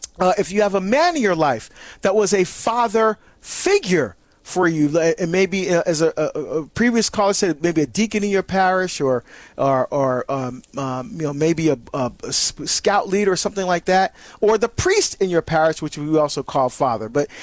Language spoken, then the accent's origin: English; Barbados; very popular in my country, my home country of Barbados.